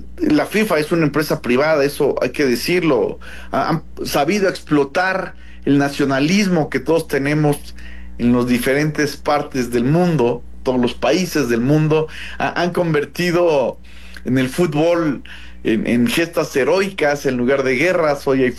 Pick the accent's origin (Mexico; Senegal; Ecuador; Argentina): Mexico; así como los mexicanos que vivíamos ya en ese tiempo también lo percibíamos.